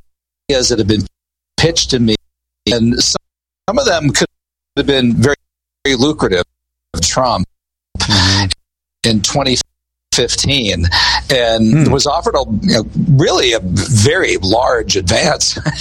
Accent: Butler, Pennsylvania, United States; I'm actually from Butler, Pennsylvania.

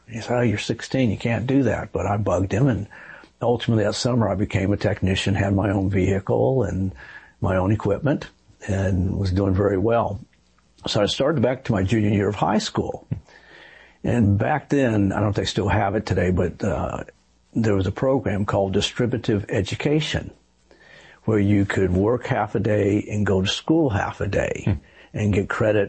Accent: California, United States; born there; And so I was born in Southern California.

